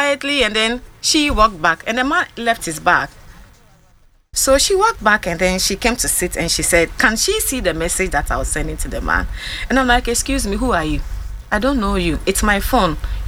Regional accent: Ghana; I am also very proud that I'm a Ghanaian musician also.

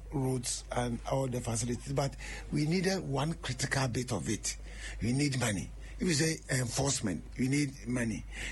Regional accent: Ashanti, Ghana; When I'm going to my hometown in Sechekwamai, when I'm on the NCs and I get to Nkoko, I'll just fly, drive over to Mpraiso, get to Adosso, and there will be a 3.6 kilometer stretch of a bridge to link me up to Agogo.

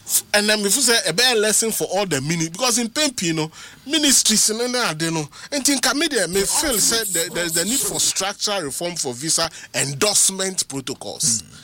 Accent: Ghana; but I only rationalize the issue as a Ghanaian

